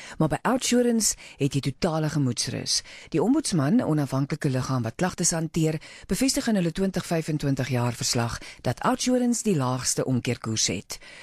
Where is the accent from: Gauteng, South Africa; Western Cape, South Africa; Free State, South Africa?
Gauteng, South Africa; Ek het groot geword in Littleton